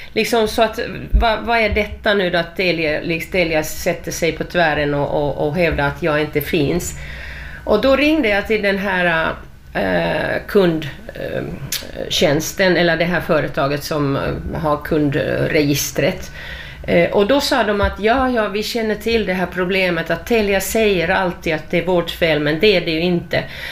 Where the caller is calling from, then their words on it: Finland; Jag är finsk medborgare och vi har adressen här.